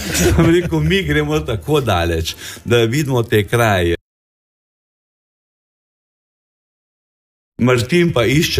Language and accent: Slovenian; Grosuplje, Central Slovenia, Slovenia; now in Ljubljana, Slovenia; še vedno sem, se pravi, stalni prebivalec občine Grosuplje, sicer sem iz Male Ilove Gore.